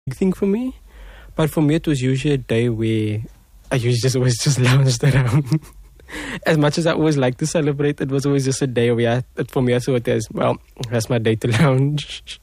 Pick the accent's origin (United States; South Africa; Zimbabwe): South Africa; As a South African